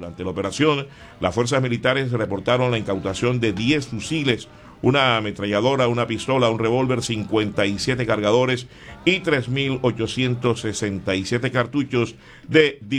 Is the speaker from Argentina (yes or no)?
no; Colombia; lo que nos ya cargamos a cuesta los colombianos